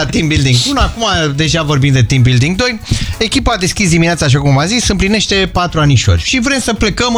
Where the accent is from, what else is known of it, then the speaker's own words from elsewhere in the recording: Bucharest, Romania; Eu nefiind ardelean. Okay. Eu sunt bucureștean.